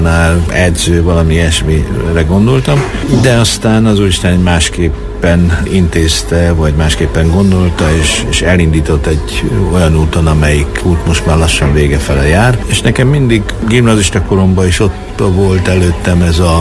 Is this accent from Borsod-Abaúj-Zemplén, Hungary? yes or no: yes; Bükkaranyos, Borsod-Abaúj-Zemplén, Hungary; Bükk Aranyos nevű településen nőttem fel, nőjettem fel valóban lelkész családban.